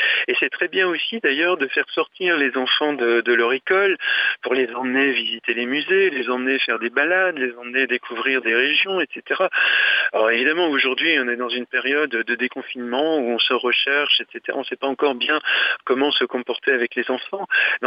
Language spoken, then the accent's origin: French; Le Mans, Pays de la Loire, France; J'ai grandi au Mans, hein, oui, petite ville ouvrière